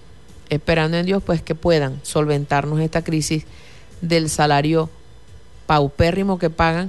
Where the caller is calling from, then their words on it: Venezuela; nosotros como venezolanos podemos darnos una mejor calidad de vida.